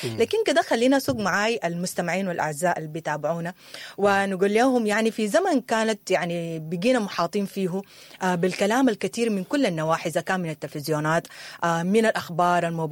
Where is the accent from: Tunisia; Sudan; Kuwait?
Sudan; لبلدنا الغالية السودان،